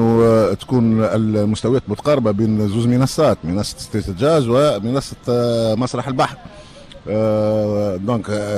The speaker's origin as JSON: {"language": "Arabic", "country": "Tunisia", "said": "عندنا في تونس"}